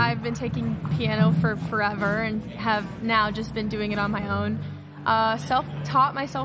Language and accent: English; Pierce, Nebraska, United States; moved away; I'm from Pierce, Nebraska, which is about 20 miles north of Norfolk.